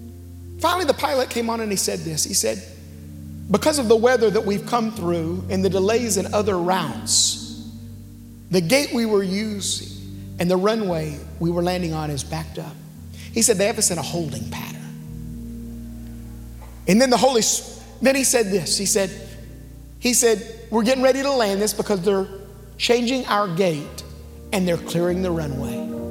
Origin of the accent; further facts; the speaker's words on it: Dallas, Texas, United States; Got on a plane, and I'm from Dallas, so anytime I get around the Cowboys Stadium, I feel an extra anointing.